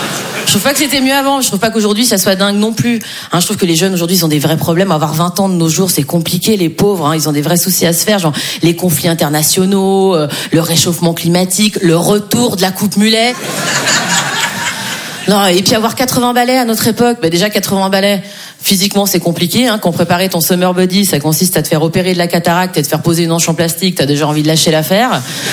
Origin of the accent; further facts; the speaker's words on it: Switzerland; mais pour moi, c'est un effort énorme de dire 90 parce que je suis suisse. Donc en vrai, je dis 90.